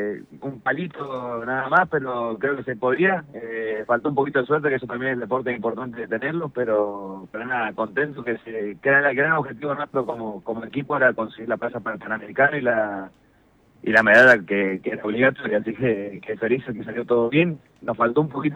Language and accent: Spanish; Mendoza, Argentina; now in Buenos Aires, Argentina; yo de chiquito, bueno, ahí en Mendoza, después tuve que tomar la decisión de irme a Buenos Aires, a radicarme para poder estar un poco en el alto nivel. Sí, nosotros de Mendoza siempre